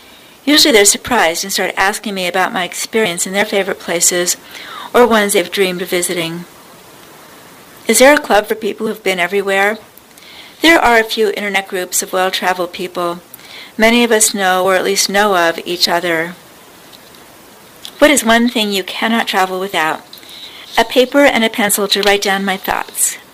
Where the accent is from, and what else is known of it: Indiana, United States; born or raised there